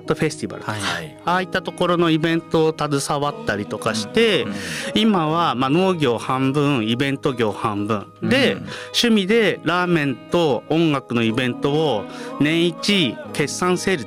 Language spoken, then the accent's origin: Japanese; Akita, Japan; born there; はい、なんか大体長くなるんですけど、まあ秋田生まれで、はい、